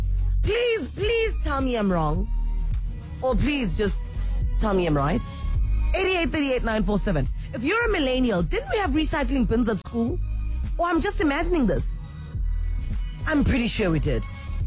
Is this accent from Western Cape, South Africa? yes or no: no; Soweto, Gauteng, South Africa; I grew up in Soweto.